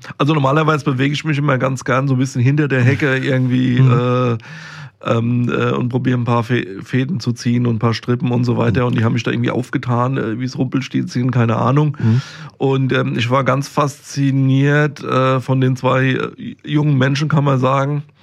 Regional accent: Rüsselsheim, Hesse, Germany; ich bin ja ein Kind des Westends im Grunde.

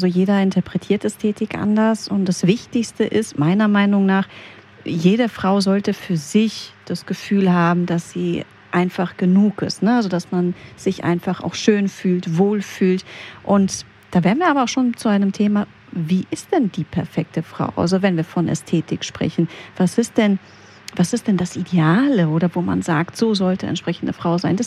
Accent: Greece; moved away; ich komme aus Griechenland

